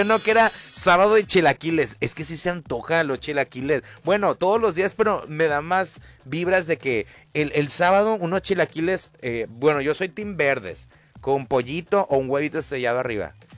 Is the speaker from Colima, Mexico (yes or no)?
yes; Comala, Colima, Mexico; moved away; allá por mi pueblo